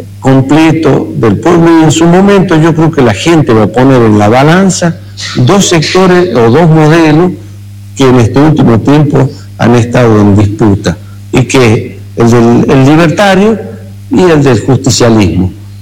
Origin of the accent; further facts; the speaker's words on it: Chilecito, La Rioja, Argentina; todo lo que hice en mi pueblo, en Chilecito